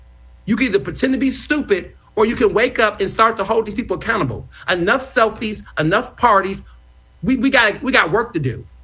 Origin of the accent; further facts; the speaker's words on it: Houston, Texas, United States; also born or lived in Chicago; Look, I was born in Chicago. I grew up in Houston.